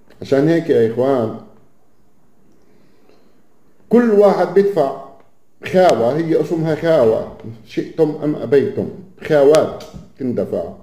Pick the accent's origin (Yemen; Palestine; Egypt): Palestine; احنا كفلسطينيين